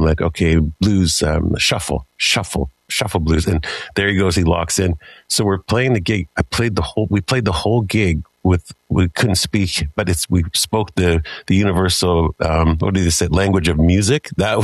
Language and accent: English; Canada; I'm from Four Hosts First Nations.